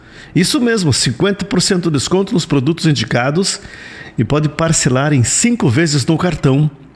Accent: Rio Grande do Sul, Brazil; Eu sou gaúcho.

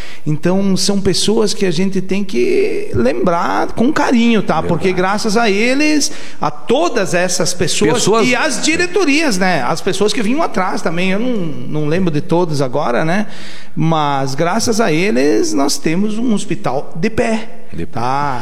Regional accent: Rio Grande do Sul, Brazil; now in Santa Catarina, Brazil; Não nasci lá, não, nasci, eu sou do Rio Grande do Sul

